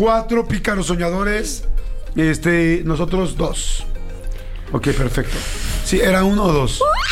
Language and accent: Spanish; Mexico; Somos mexicanos.